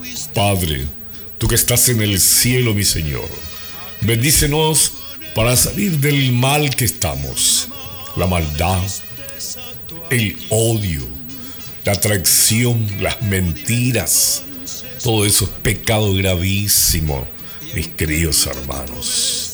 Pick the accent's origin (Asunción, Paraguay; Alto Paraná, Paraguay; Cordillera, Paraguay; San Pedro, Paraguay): Asunción, Paraguay; En mi niñez en Asunción, yo vendía periódicos, era canillita, era lustrabota, vendedor de caramelo